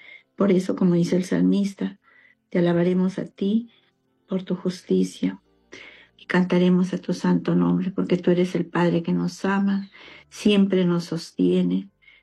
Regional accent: Peru; esa necesidad como peruanos de poder vivir en un país reconciliado, con valores, con estabilidad que tanto anhelamos, con esa paz y con todos los principios que también tenemos como cristianos católicos.

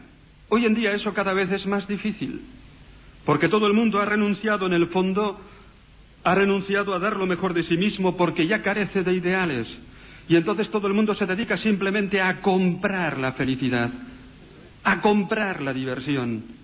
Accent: Navarre, Spain; moved away; yo soy un pueblo de la Ribera de Navarra, rico, pero inculto

